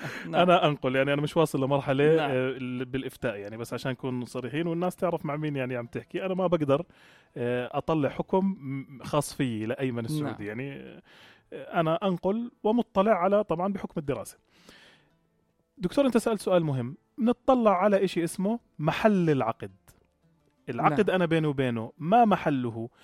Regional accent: Jordan; احنا عندنا في الاردن

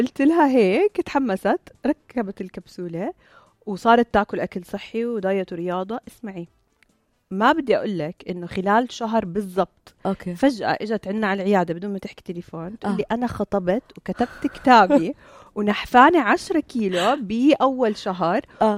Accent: Jordan

